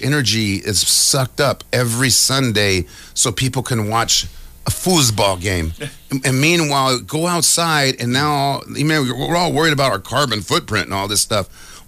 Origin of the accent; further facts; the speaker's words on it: California, United States; My family, we grew up at the beach. There's no suntan lotion ever touched this body, baby. And so I grew up in the sun. I even was born in July. I'm a California kid